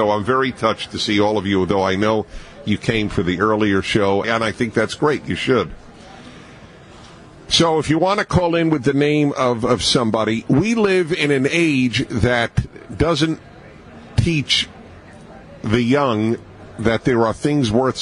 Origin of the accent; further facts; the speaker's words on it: United States; this extraordinary life as an American